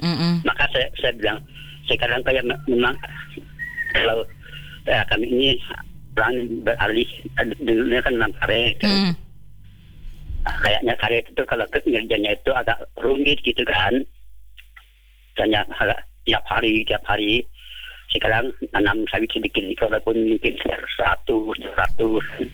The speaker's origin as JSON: {"language": "Indonesian", "region": "Kalimantan", "country": "Indonesia", "said": "di kami di Kalimantan ini"}